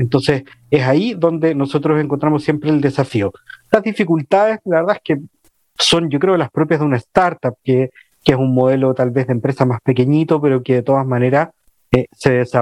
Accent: Chile; como decimos acá en Chile

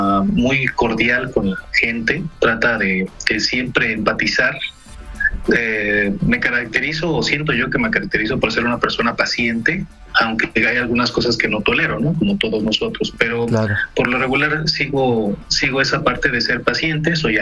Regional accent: Mexico; El español que nos identifica como mexicanos es muy diferente del español de Centroamérica por la cultura, en Sudamérica igual, en Europa.

